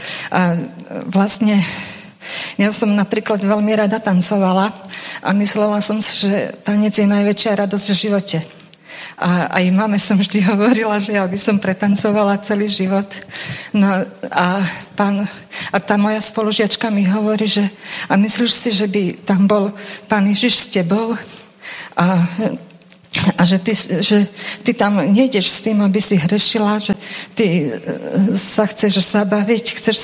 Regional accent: Prievidza, Trenčín Region, Slovakia; moved away as an adult; also born or lived in Bratislava; keď som prišla aj z Bratislavy domov do Prievice alebo do Bojnic k rodičom

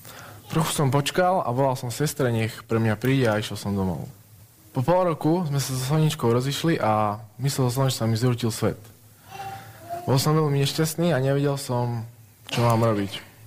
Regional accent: Revúca, Banská Bystrica Region, Slovakia; som z Revúcej a mám 16 rokov a veľmi rád športujem.

